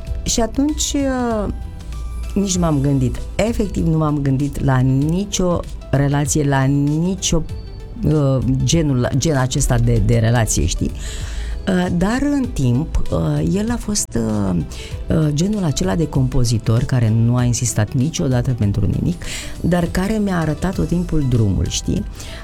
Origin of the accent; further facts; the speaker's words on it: Rucăr, Argeș, Romania; now in Constanța, Romania; Dar eu sunt de acolo, din Rucăr, sunt munteancă și dobrogeancă, așa, un mix interesant, zic eu.